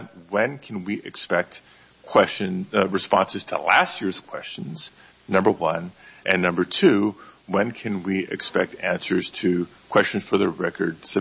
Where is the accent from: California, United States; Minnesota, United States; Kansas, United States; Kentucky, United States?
California, United States; It did inspire a copycat move in the state of California, my home state